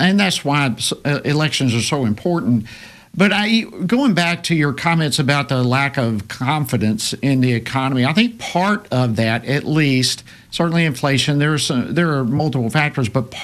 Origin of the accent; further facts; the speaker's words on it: Georgia, United States; represents the 11th Congressional District of my home state, great state of Georgia.